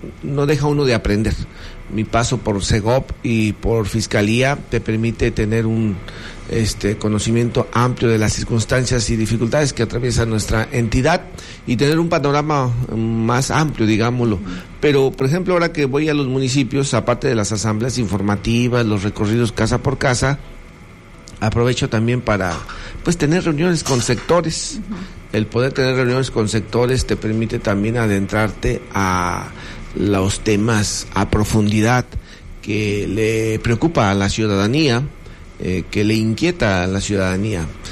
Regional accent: Paracho, Michoacán, Mexico; Yo soy originario de Paracho.

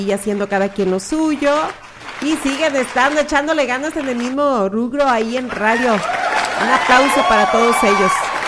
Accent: Mexico; la felicidad de que somos mexicanos.

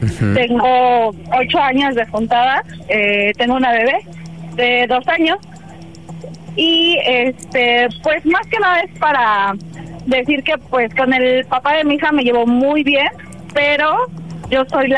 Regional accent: Cuernavaca, Morelos, Mexico; Tengo 25 años y soy de Cuernavaca.

